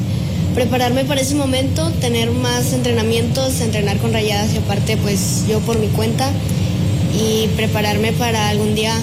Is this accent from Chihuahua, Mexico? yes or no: no; State of Mexico, Mexico; also born or lived in Chiapas; yo nací en Chiapas, pero toda mi vida, bueno, casi toda mi vida viví en el Estado de México por el trabajo de mis papás